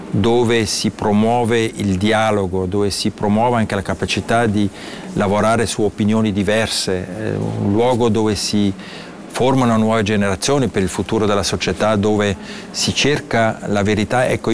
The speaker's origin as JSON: {"language": "Italian", "region": "Ticino", "country": "Switzerland", "tie": "born or raised there", "moved": "as an adult", "said": "Io vengo dal Ticino, sono cresciuto in Ticino"}